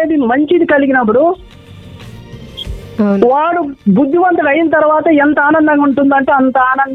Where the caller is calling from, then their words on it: Sanapa, Andhra Pradesh, India; Madam గారు, సనప గ్రామము అనంతపూర్ జిల్లా.